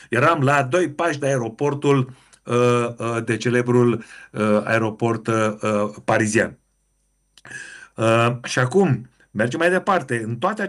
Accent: Romania

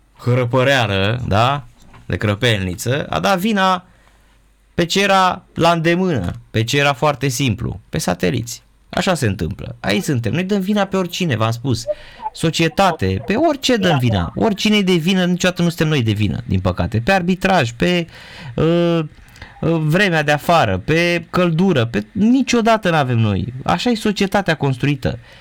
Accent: Romania; noi ca români

